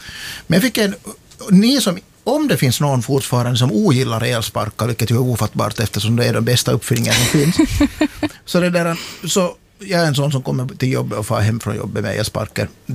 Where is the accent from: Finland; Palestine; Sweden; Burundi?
Finland; Vaasa, Ostrobothnia; moved away as an adult; now in Turku, Finland; För jag var upp till Vasa, min hemstad.